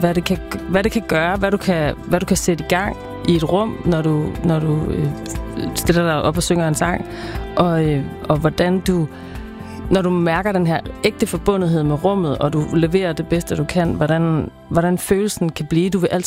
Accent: Nyborg, Region of Southern Denmark, Denmark; Vi skal til Nyborg, hvor jeg kommer fra.

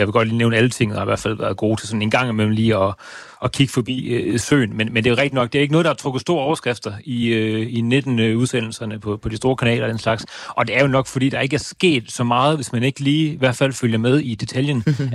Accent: Viborg, Central Denmark Region, Denmark; som viborgenser

